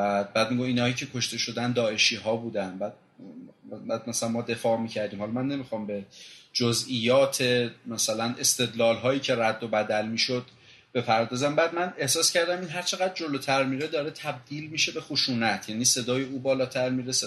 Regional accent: Qom, Iran; تو قم بزرگ شدم و فکر میکنم نزدیک 7 سال تو قم طلبه بودم

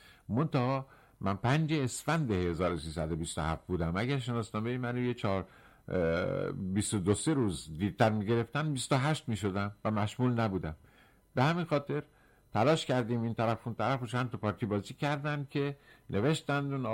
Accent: Rasht, Gilan, Iran; به اندازه من که رشتی هستم افتخار نمیکنه، من بیشتر افتخار میکنم.

